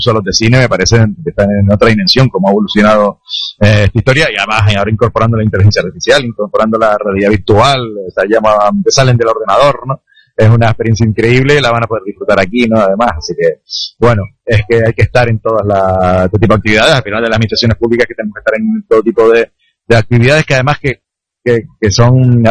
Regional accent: Canary Islands, Spain

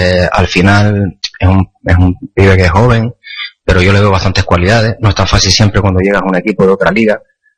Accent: Canary Islands, Spain; por esta afición y porque es el equipo de mi tierra.

